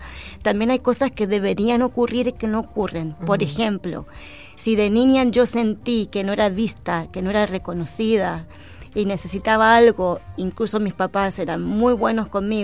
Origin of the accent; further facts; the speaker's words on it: Argentina; now in Chile; yo soy argentina. Sí. Hace mucho tiempo que vivo en Chile